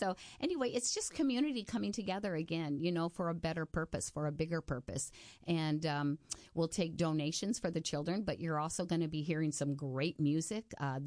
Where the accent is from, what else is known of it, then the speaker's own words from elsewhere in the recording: Indianola, Iowa, United States; In my head, because I'm from Indianola, right?